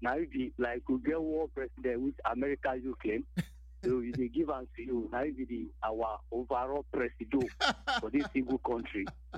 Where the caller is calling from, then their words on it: Lagos, Nigeria; I'm calling from Ajegunle Abalaji, sir.